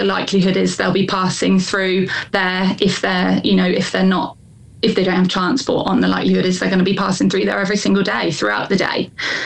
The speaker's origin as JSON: {"language": "English", "town": "Ambrosden", "region": "South East England", "country": "United Kingdom", "tie": "born or raised there", "said": "Yeah, so I grew up in Ambrosden, which is where my parents live. It's one of the neighbouring villages to the site."}